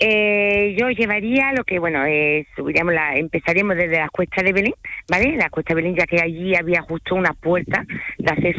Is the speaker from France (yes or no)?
yes; France; Spanish is a second language; now in Spain; Y yo empecé, bueno, soy francesa, aunque no tenga mi acento francés.